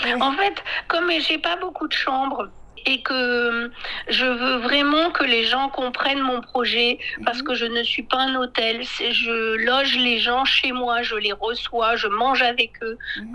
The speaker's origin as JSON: {"language": "French", "country": "France", "moved": "yes", "lives_now": "Yunnan, China", "said": "j'ai beaucoup voyagé au Yunnan, mais je suis française."}